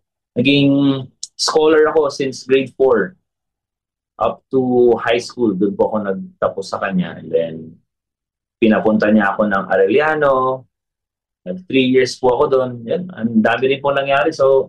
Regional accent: Claveria, Northern Mindanao, Philippines; From Cagayan de Oro ako, Coach, pero our province is an hour away drive pa. So, talagang tiga Claveria, Misamis Oriental ako. Bukid po siya.

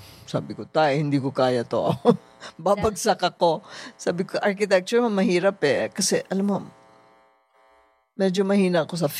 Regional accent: Davao City, Davao Region, Philippines; moved away as an adult; Kasi taga Davao talaga kami.

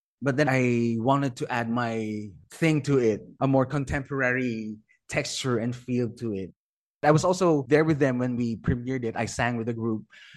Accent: Lucena City, Quezon, Philippines; a choir from my hometown, Lucena City.

